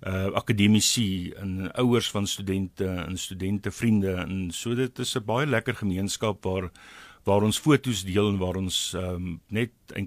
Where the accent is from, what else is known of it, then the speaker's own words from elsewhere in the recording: Kempton Park, Gauteng, South Africa; moved away as an adult; also born or lived in Pretoria / Namibia / Bloemfontein / Cape Town; now in Randburg, South Africa; Ek het in Kempton Park groot geword, by RUI kon studeer, my diensplig in Bloemfontein gedoen eers voordat ek kon studeer het. So 5 jaar toe hier in Auckland Park en toe vir 'n ruk in Pretoria gebly